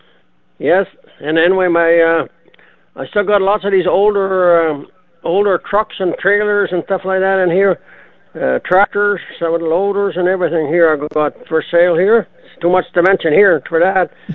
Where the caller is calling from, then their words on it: Manitoba, Canada; The rainy Interlake, I said.